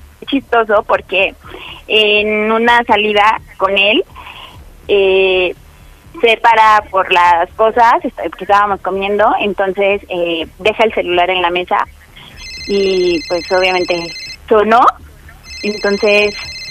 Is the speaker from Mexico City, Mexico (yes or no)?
yes; Mexico City, Mexico; Tengo 26 años, soy uh-huh. de aquí, de la Ciudad de México, de Iztapalapa.